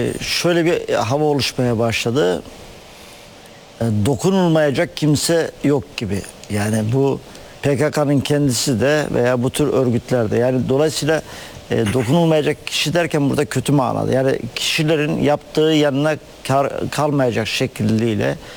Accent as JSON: {"language": "Turkish", "region": "Manisa", "country": "Turkey", "said": "benim Manisalıyım"}